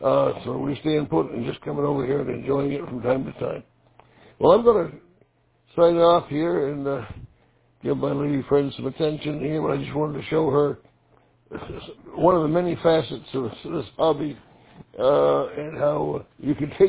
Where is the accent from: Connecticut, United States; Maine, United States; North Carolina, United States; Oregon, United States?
Maine, United States; moved away as an adult; also born or lived in New York; now in Vermont, United States; I grew up in Maine, but I've been out of state since 1965, so living out in New York for a while and then Vermont for all these years.